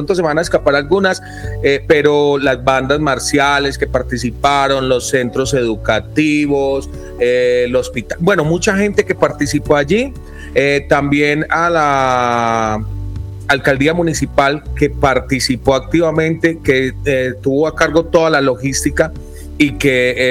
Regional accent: Concordia, Antioquia, Colombia; algo que los concordianos vivimos como ya tradición

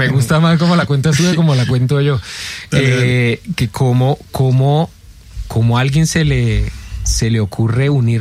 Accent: Camagüey, Cuba; Yo soy de Camagüey, es un pueblo que queda en la parte centro oriente de Cuba. Viene siendo como el Villavicencio de Cuba.

